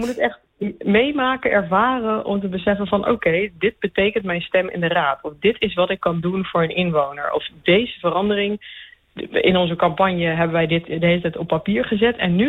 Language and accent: Dutch; Westervoort, Gelderland, Netherlands; Heb ik hier ook mijn vrienden wonen en kom ik zelf echt uit Westervoort.